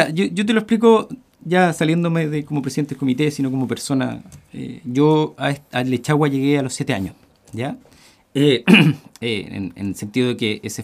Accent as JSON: {"language": "Spanish", "town": "Santiago", "region": "Santiago Metropolitan Region", "country": "Chile", "tie": "born there", "lives_now": "Chiloé, Chile", "said": "yo nací en Santiago, pero siempre he sido, mi corazón está acá. De hecho, mi vida la he desarrollado acá"}